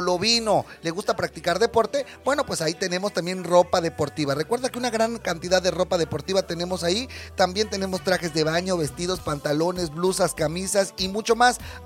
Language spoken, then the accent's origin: Spanish; Mexico; Y como los mexicanos comemos mucho frijol